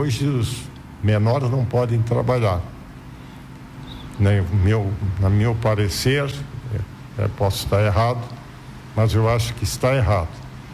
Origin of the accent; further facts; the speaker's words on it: Gravatal, Santa Catarina, Brazil; born there; Mas eu nasci em Gravatal, que é onde eu era, o local hoje é Gravatal. Mas eu vim para cá com 13 anos aí, quer dizer.